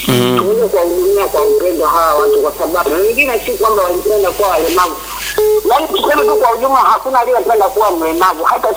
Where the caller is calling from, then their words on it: Tanga, Tanga Region, Tanzania; natokea Tanga ambapo niko na zaidi.